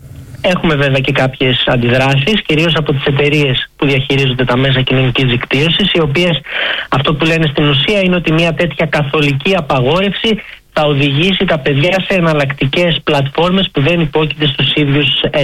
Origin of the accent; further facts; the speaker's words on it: Crete, Greece; now in London, United Kingdom; είμαι από Κρήτη